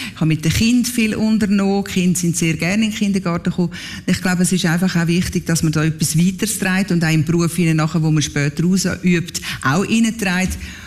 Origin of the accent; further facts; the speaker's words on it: Schwyz, Switzerland; wir sind wohlbehütet in der Schweiz am Hauptplatz aufgewachsen. Es war vis-à-vis das Rathaus, wir im Patrizierhaus, gerade vis-à-vis